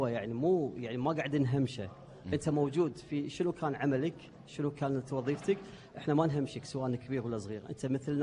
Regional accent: Kuwait; بلدنا الكويت

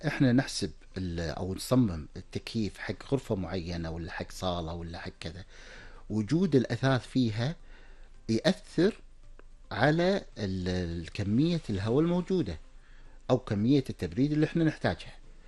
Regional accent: Kuwait; عندنا في الكويت

